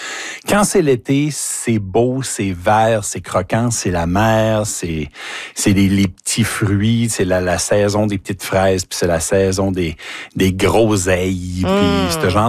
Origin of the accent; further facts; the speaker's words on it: Grand-Anse, New Brunswick, Canada; Mais ouais, je viens de Grand-Anse. Ma grand-maman vient de Maisonnette.